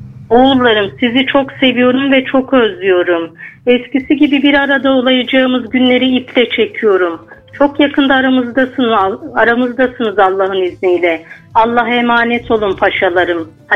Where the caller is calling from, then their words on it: Bafra, Samsun, Turkey; Ben Samsun Bafra'dan arıyorum.